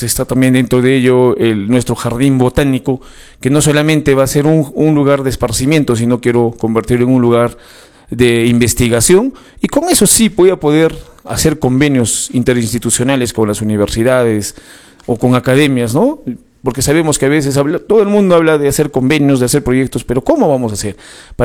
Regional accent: Lamay, Cusco, Peru; yo he vivido toda mi vida en Lamay, he nacido ahí, he estudiado primaria, vivo ahí todos los fines de semana, la gente me conoce

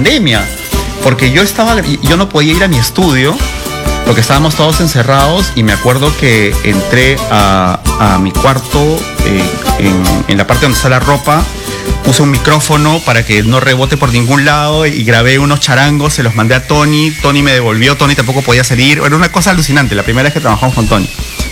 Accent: Peru; estos momentos tan importantes para nosotros como peruanos

